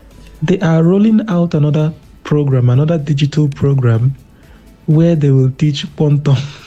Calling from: Abia, Nigeria; I'm calling you from Abia State.

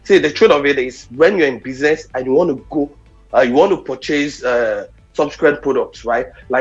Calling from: United Kingdom; I'm coming from the United Kingdom.

